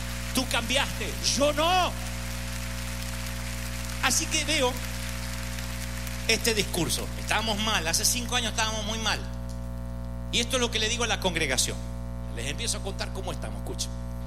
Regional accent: Argentina; soy argentino

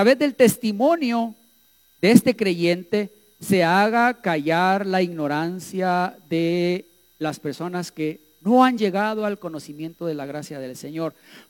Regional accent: Guatemala

